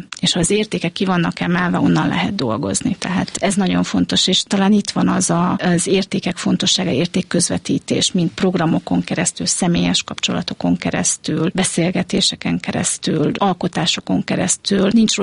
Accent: Szeged, Csongrád-Csanád, Hungary; born there; Igen, hát én Szegeden születtem

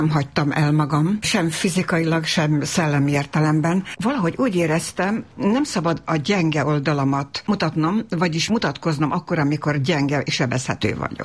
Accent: Novi Sad, Vojvodina, Serbia; born or raised there; moved away as an adult; now in Hungary

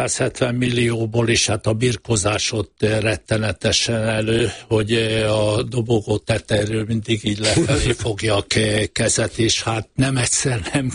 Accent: Hungary; én, mint magyar ember

